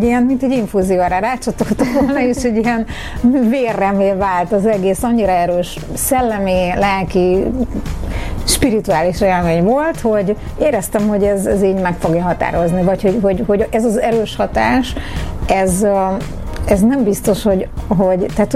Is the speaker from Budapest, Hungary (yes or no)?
yes; Budapest, Hungary; born there; Budapesten születtem